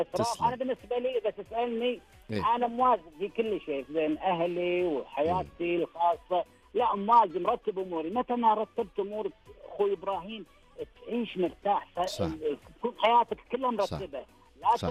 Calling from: Kuwait; ولدكم من الكويت

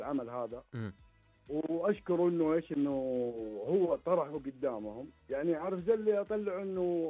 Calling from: Yanbu, Medina Province, Saudi Arabia; من ينبع طال عمرك.

